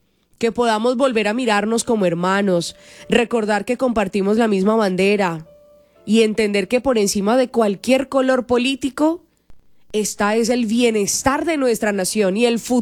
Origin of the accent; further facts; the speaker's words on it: Colombia; somos hermanos, somos vecinos, somos familias, somos colombianos.